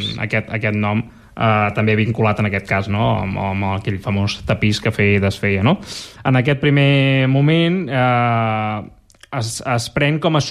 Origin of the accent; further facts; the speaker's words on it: Catalonia, Spain; En castellà, tapetes. Però com que som catalans, tapets.